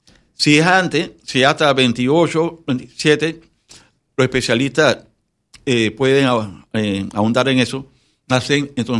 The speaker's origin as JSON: {"language": "Spanish", "country": "Panama"}